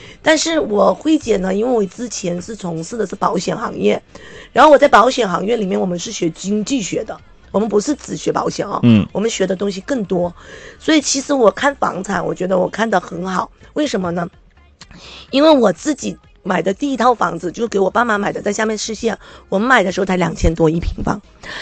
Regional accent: Hainan, China; now in Haikou, China; 其实我是海南人，因为我长得不太像海南人哦，是下面四县的、后来呢我是嫁到了海口，所以我现在已经算是海口人了。

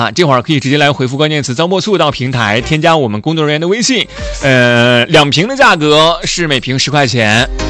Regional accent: Hainan, China; 我们海南人

